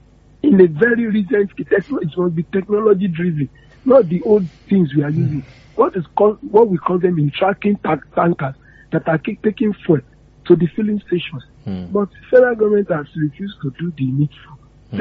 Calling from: Nigeria; I'm calling from Akpata.

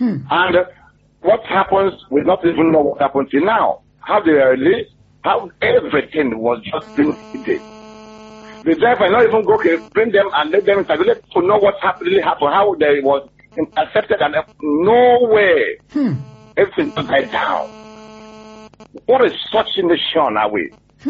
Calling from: Nigeria; being a Nigerian man.

